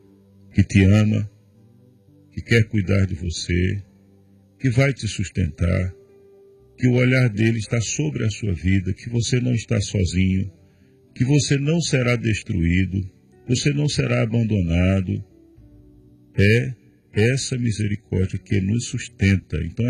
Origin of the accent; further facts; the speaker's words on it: Arcoverde, Pernambuco, Brazil; Eu sou nordestino, sou pernambucano, sertanejo, da cidade de Arco Verde. Entre 2010 e 2017 eu morei aqui, mas aí em 2017 eu voltei para o Nordeste e passei 9 anos.